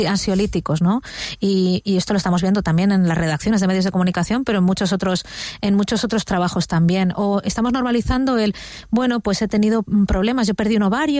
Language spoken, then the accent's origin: Spanish; Madrid, Community of Madrid, Spain; born there; Yo nací en Madrid, pero mi padre es de Málaga y mi madre era de Almería